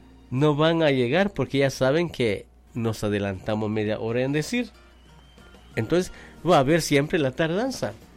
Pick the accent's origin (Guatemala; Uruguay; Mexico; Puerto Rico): Guatemala; somos buenos chapines.